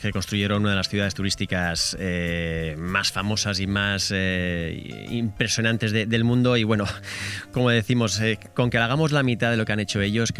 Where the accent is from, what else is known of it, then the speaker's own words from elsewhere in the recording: Italy; Spanish is a second language; que somos italianos.